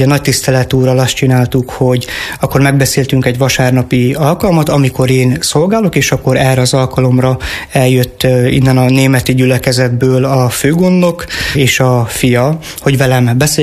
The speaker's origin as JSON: {"language": "Hungarian", "area": "Fornos", "region": "Zakarpattia Oblast", "country": "Ukraine", "tie": "born or raised there", "also_born_or_lived": "Szerencs, Hungary", "moved": "yes", "lives_now": "Hernádnémeti, Hungary", "said": "Magam is ugye olyan közegből jövök az én kárpátai fornosi anyagyülekezetemből, ahol tulajdonképpen az ifiben nőttem fel"}